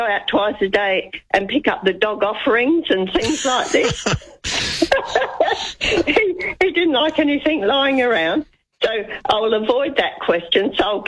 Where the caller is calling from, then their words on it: South Australia, Australia; I'm ringing from South Australia.